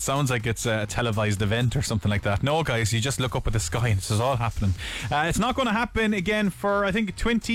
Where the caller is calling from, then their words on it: Munster, Ireland; Okay, so I'm going to be watching it in Tipperary.